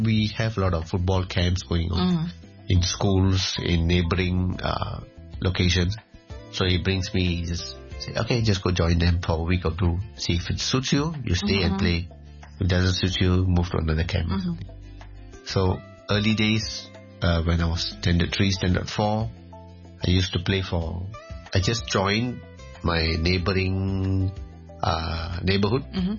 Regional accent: Malaysia; moved away as an adult; also born or lived in China; now in Hong Kong; we as Malaysian

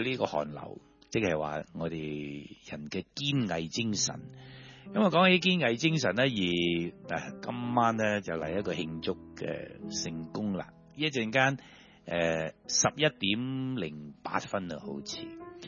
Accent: Hong Kong

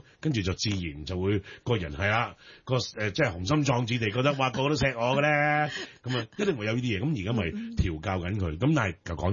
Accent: Chaozhou, Guangdong, China; 虽然我系潮州人，虽然我都系家庭观念同埋传统观念都几重嘅一个男人

